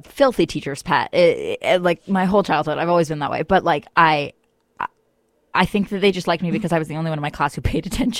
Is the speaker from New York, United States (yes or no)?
yes; New York City, New York, United States; I grew up in New York City